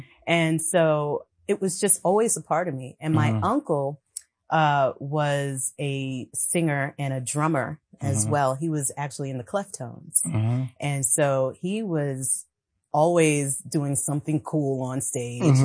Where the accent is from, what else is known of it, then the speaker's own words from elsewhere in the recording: Mount Vernon, New York, United States; there was a parade that went through the town where I grew up. I grew up in Mount Vernon, New York.